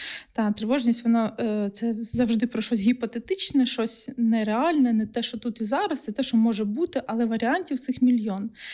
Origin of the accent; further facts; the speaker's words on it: Huliaipole, Zaporizhzhia Oblast, Ukraine; moved away; я сама з Гуляйполя Запорізької області, нині окупованого